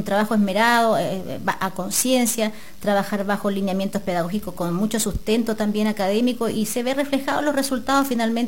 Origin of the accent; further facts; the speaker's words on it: La Unión, Los Ríos, Chile; moved away; Yo soy unionina de tomo y lomo, estuve muchos años fuera, como lo hemos conversado en otras oportunidades, y quería volver a mi ciudad, a mi pueblo, a mi comuna